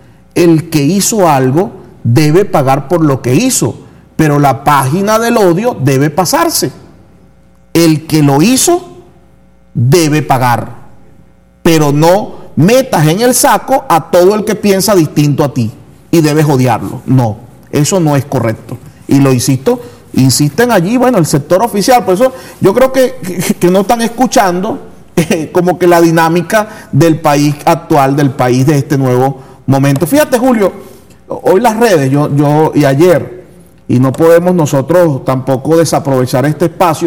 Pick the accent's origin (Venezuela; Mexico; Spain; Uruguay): Venezuela; yo me uno a ese dolor de esa madre como venezolano